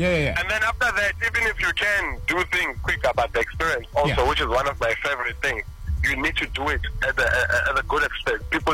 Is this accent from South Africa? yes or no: yes; Katlehong, Gauteng, South Africa; I'm from Katewong as well.